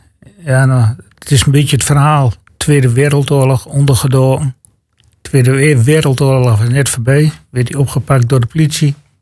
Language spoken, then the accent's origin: Dutch; Drenthe, Netherlands; born there; In Burger.